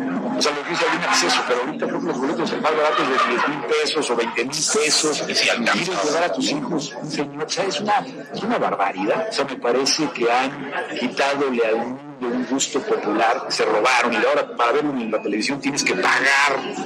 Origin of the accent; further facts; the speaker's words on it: Mexico; muy pocos partidos en mi país, muy pocos partidos en México.